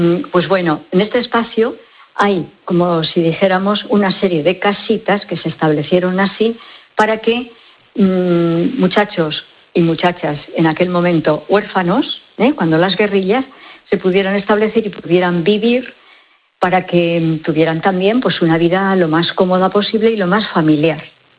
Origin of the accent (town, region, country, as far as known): Bañares, La Rioja, Spain; now in El Salvador